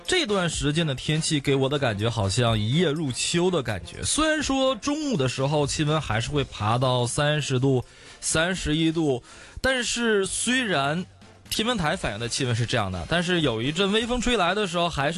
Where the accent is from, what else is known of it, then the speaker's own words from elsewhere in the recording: Northeast China, China; now in Hong Kong; 因为像我老家东北的话，